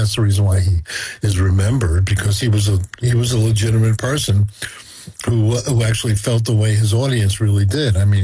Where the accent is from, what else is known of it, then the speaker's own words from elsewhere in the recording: United States; as an American